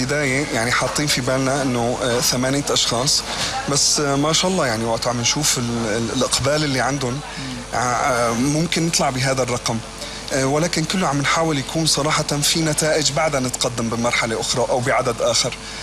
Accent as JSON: {"language": "Arabic", "country": "Syria", "said": "أنا رابح بعودتي لوطني بهالخير اللي تعلمته برا أنه أنا أرجع أحطه هون في بلدي"}